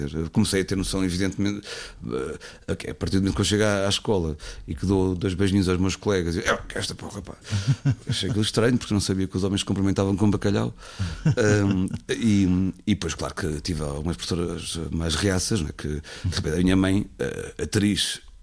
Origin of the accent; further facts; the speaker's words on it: Lisbon, Portugal; Eu sou da Baixa de Lisboa, já com várias gerações da Baixa, vivia num quinto andar, umas águas furtadas, uma casa muito bonita